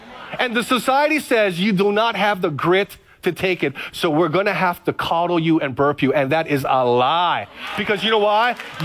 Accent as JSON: {"language": "English", "region": "Hawaii", "country": "United States", "lives_now": "Kaneohe, United States", "said": "I like rain. I'm from the Big Island, FBI. Kaneohe, I'm in Kaneohe, get plenty of rain."}